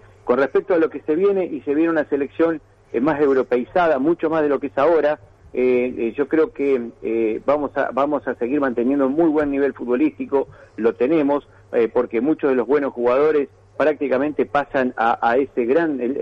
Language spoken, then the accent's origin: Spanish; Argentina; somos argentinos